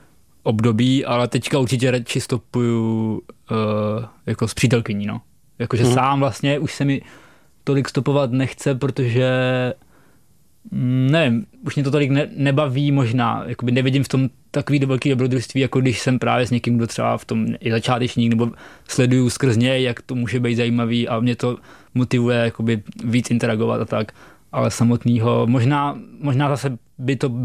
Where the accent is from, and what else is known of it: Chotěboř, Vysočina Region, Czechia; born or raised there